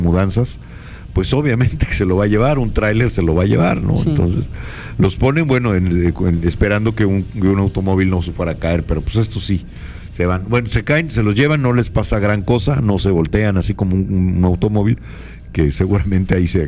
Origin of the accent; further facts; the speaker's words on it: Mexico; todos somos mexicanos